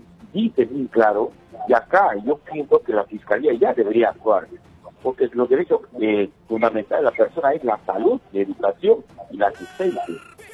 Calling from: Iquitos, Loreto, Peru

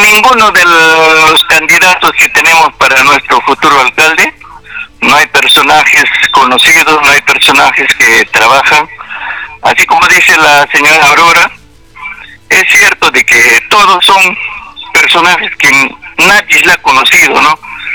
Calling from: Mazamari district, Junín, Peru; Yo vivo en Cogiales desde el año 68

